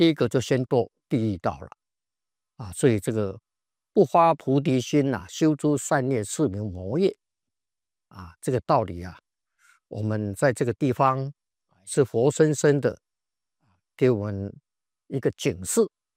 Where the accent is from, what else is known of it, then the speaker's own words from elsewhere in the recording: China; 我们中国人